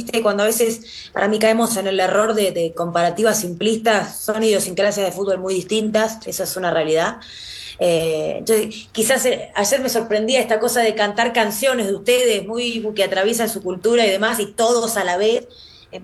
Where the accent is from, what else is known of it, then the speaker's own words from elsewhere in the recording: Argentina; Nos ha pasado a nosotros también, como argentinos